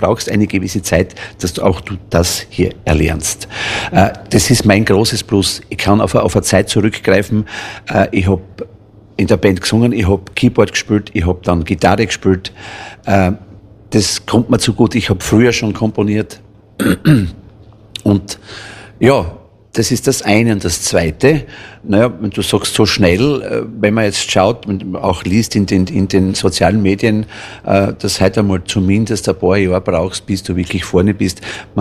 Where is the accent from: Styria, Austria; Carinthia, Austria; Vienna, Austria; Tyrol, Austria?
Styria, Austria; Berndorf; accent: West Styrian; Ich bin ein Weststeiler. Manchmal hört man es eh ein bisschen durch. Nein, ich bin aus Berndorf bei Hitzendorf, schon seit ich auf der Welt bin. Bin dort geboren, also geboren in Stahlhofen, aber das ist ganz in der Nähe. Ja, und dort lebe ich, seit ich auf der Welt bin.